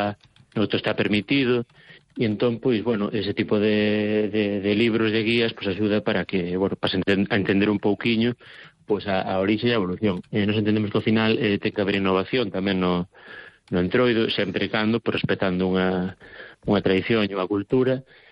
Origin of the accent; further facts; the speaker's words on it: Galicia, Spain; Porque como vos galegos, non pode haber unha festividade sin unha boa paparote, sin unha boa mesa no medio.